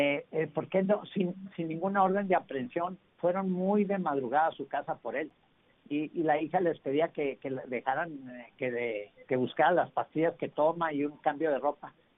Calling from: Mexico

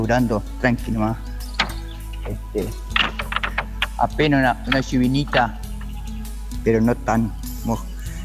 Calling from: Argentina; soy de acá, de Benito Lejerén

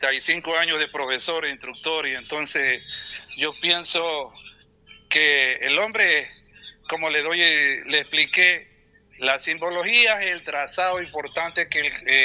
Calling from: Ecuador; Ojalá, como ecuatoriano

